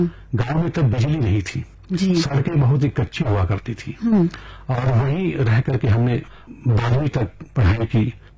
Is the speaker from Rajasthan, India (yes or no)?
no; Bihar, India; born there; मेरा जन्म बिहार में हुआ है। बिहार का एक बहुत ही प्रसिद्ध जिला है